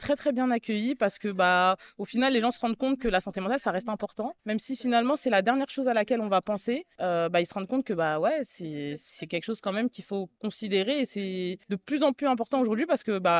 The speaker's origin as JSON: {"language": "French", "town": "Paris", "region": "Île-de-France", "country": "France", "said": "Nous, on vient de Paris à la base."}